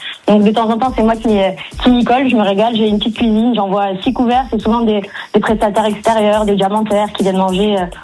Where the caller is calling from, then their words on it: Auvergne-Rhône-Alpes, France; je suis à Anguille.